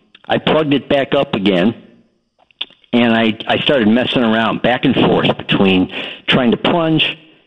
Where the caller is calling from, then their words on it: Chicago, Illinois, United States